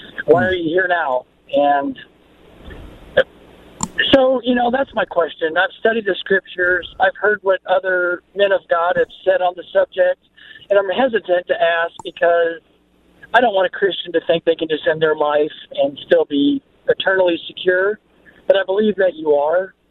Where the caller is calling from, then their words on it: Oskaloosa, Iowa, United States; Yeah, I'm calling from Iowa, actually. I'm Oskaloosa, Iowa.